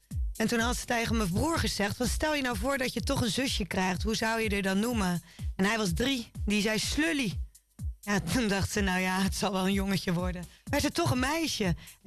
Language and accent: Dutch; Rotterdam, South Holland, Netherlands; born there; now in Dongen, Netherlands; Geboren in Rotterdam, de Tuindorp Vreewijk. En ja, alweer lang geleden voor de liefde hier naartoe gekomen. Tenminste naar Dongen.